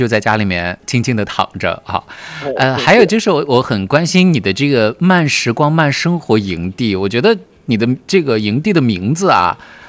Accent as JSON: {"language": "Chinese", "region": "Xinjiang", "country": "China", "said": "我们新疆人"}